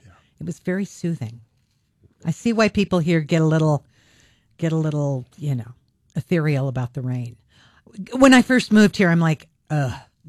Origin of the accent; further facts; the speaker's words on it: Pacific Northwest, United States; I'm from the Northwest. I have a whole series, an array of raincoats.